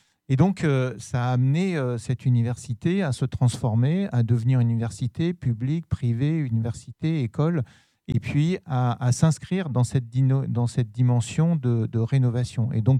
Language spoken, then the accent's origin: French; France; moved away as an adult; also born or lived in Paris / Berry; now in Cergy, France; Moi, je viens à la fois de Paris et puis du Berry. Quand je suis arrivé ici, professeur à l'université, je ne connaissais pas Cergy.